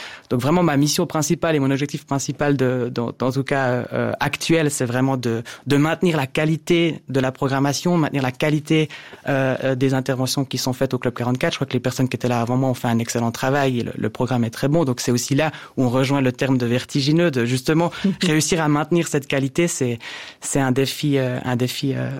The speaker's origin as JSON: {"language": "French", "town": "Mettembert", "region": "Jura", "country": "Switzerland", "tie": "born or raised there", "moved": "as an adult", "said": "J'ai grandi dans le Jura, dans un petit village qui s'appelle Mettembert. Et puis ensuite, je suis allé habiter à Neuchâtel pour mes études à l'université."}